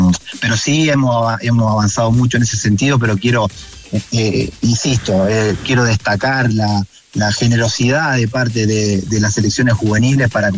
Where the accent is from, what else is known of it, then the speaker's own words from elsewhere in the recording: Argentina; Discúlpeme, pero soy argentino, discúlpeme.